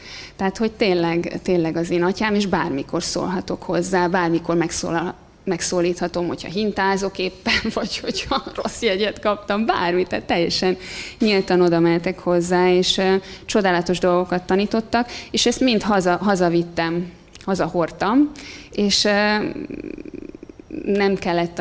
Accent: Budapest, Hungary; azon a helyen, ahol mi laktunk, ahol fölnőttem Gazdagréten, egy katolikus és egy református közösségnek a plántálása.

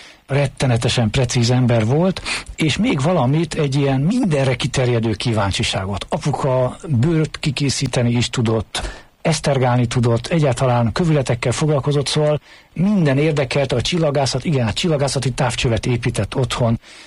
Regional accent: Veszprém, Veszprém County, Hungary; first language Hungarian; Veszprémi gyerek vagyok

